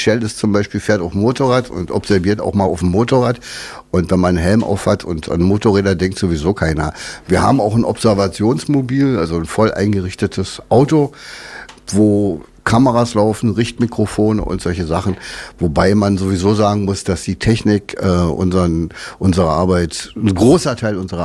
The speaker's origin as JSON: {"language": "German", "region": "Berlin", "country": "Germany", "tie": "born or raised there", "said": "Also ich bin in Berlin aufgewachsen, habe eine Lehre als Krankenpfleger gemacht"}